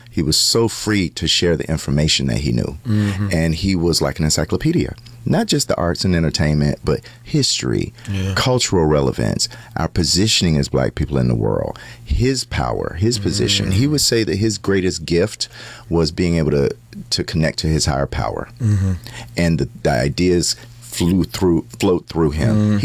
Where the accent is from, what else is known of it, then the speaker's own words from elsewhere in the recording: Atlanta, Georgia, United States; I'm from Atlanta, Georgia.